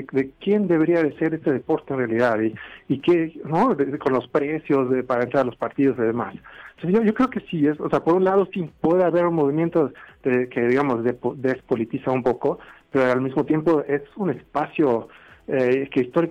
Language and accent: Spanish; Sweden; now in Mexico; yo soy de Suecia originalmente